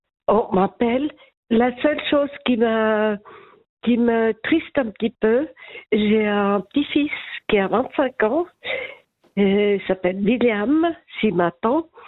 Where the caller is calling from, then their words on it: Vaud, Switzerland; ça fait 40 ans que je vis à Puy, tout le monde me connaît.